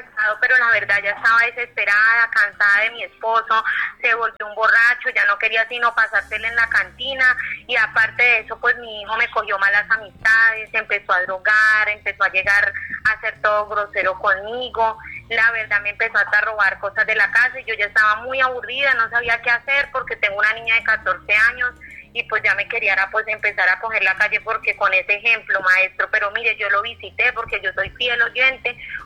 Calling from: Medellín, Antioquia, Colombia; Desde Medellín, Antioquia, el barrio La Floresta

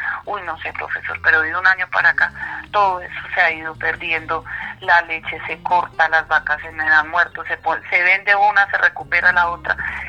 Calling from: Bello, Antioquia, Colombia; Yo estoy llamando de acá, del Bello Antioquia, Medellín.

